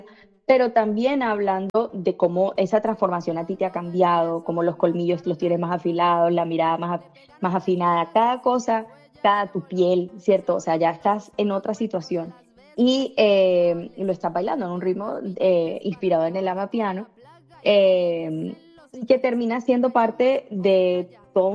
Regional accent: Barrancas, La Guajira, Colombia; yo crecí en una época donde siendo de La Guajira, viviendo yo crecí en el Cerrejón, siendo de Barrancas, mi familia igual crecía ahí adentro

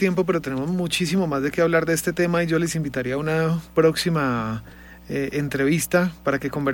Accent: Colombia; nosotros como colombianos

